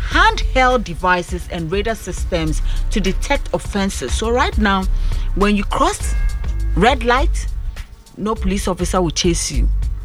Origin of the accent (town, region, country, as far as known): Navrongo, Upper East, Ghana; born or raised there; now in Accra, Ghana